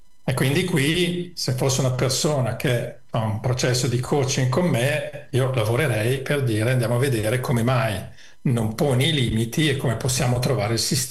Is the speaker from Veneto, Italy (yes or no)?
no; Emilia-Romagna, Italy; dalle mie parti, io in Emilia si direbbe da su